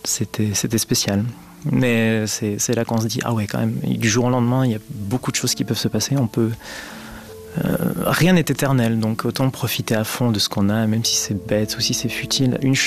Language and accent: French; Switzerland; chez nous en Suisse